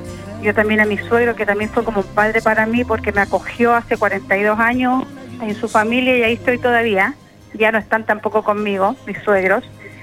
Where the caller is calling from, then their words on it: Iquique, Tarapacá, Chile; Yo soy iquiqueña al 20.000% y mi ciudad la amo.